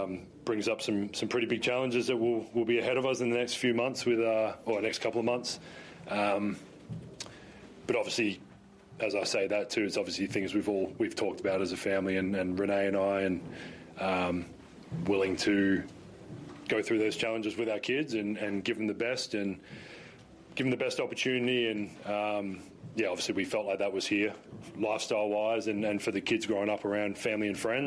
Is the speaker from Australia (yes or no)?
yes; Australia; moved away as an adult; also born or lived in United States; now in Melbourne, Australia; So obviously I'm Australian. My kids are Australian and all that. We wanted to live here eventually.